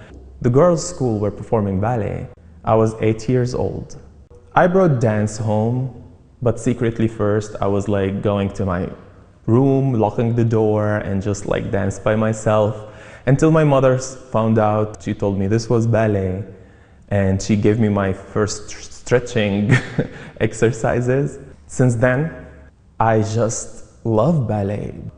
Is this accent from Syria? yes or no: yes; Damascus, Damascus Governorate, Syria; I am a dancer. I was born in Syria, in a refugee camp for stateless refugees in Damascus, Syria.